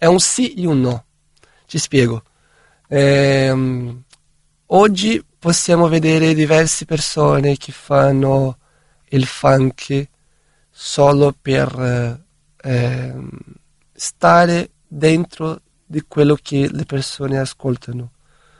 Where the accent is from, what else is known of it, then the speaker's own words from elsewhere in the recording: Brazil; Italian is a second language; Io sono brasiliano, se ti dico che non ascolto funky, sono un po' fuori.